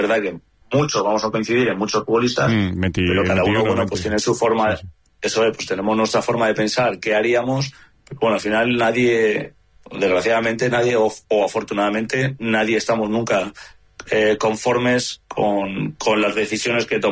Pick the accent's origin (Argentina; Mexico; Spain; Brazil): Spain